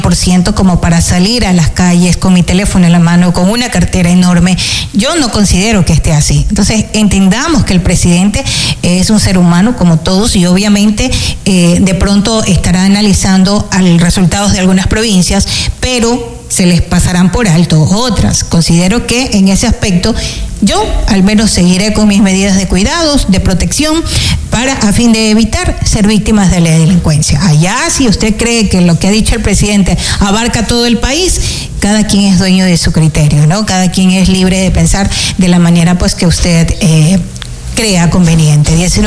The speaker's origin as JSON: {"language": "Spanish", "country": "Ecuador"}